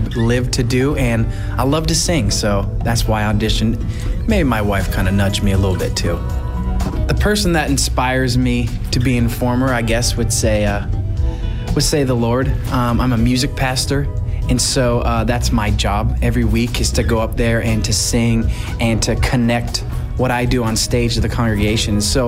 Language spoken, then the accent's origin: English; Tipp City, Ohio, United States; I'm from Tip City, Ohio.